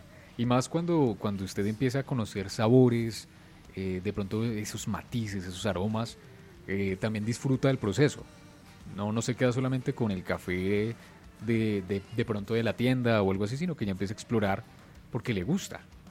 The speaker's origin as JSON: {"language": "Spanish", "country": "Colombia", "said": "nosotros como colombianos"}